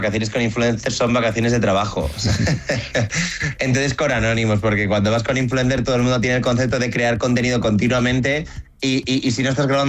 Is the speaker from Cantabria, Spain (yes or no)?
yes; Santander, Cantabria, Spain; yo soy de Santander